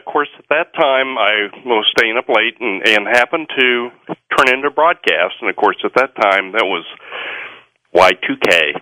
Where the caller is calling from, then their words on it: Independence, Missouri, United States; in Independence, Missouri.